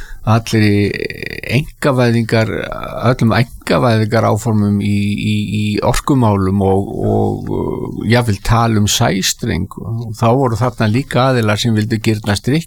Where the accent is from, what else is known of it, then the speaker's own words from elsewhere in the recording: Reykjavík, Capital Region, Iceland; Ég alinn upp í Skaftahlíðinni sem mitt á milli þessa gamla framvallar og valsvallarins undir ösku hlíðinni.